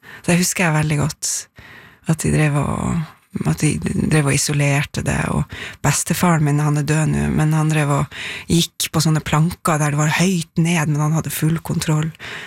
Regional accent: Tverlandet, Nordland, Norway; Du kødder ikke med folk fra Tverlandet.

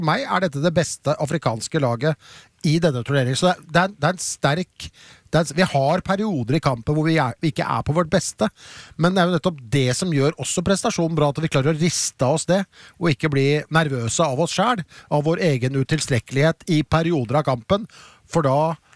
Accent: Oslo, Norway; jeg har bodd i Oslo i hele mitt liv, 61 år.

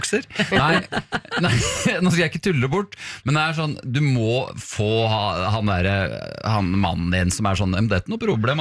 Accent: Hemsedal, Buskerud, Norway; jeg kommer jo fra Hemsedal, fra en gård hvor man holder på sånn.

